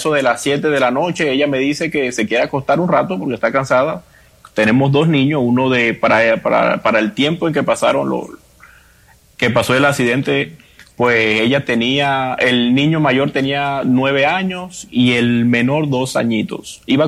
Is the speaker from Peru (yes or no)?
no; La Guajira, Colombia; now in Miami, United States; Somos de Colombia